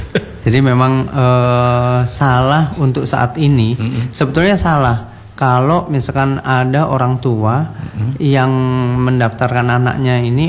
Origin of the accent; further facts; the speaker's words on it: Java, Indonesia; karena saya orang Jawa ya Pak ya